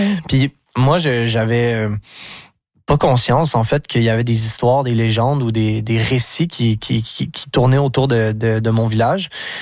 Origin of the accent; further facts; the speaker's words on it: Lac-aux-Sables, Quebec, Canada; je viens de Lac-aux-Sables, un petit village où ça peut être difficile d'être en contact avec la culture ou les arts.